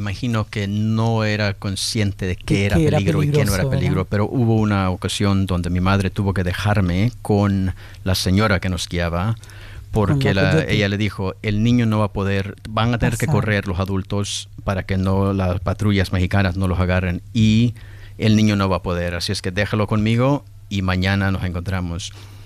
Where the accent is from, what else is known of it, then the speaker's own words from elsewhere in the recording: Chalatenango, El Salvador; now in Los Angeles, United States; yo vengo de Chalatenango. Chalatenango y Morazán es donde se peleó la guerra más fuerte. Regiones pobres, de montañas. En mi pueblo no había ni agua potable ni electricidad. Así es que imagínate ir de un contexto así a Los Ángeles, California.